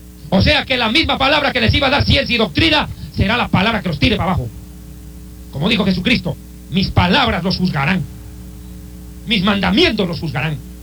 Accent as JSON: {"language": "Spanish", "country": "Bolivia", "said": "en Cochabamba, Bolivia, en mi país."}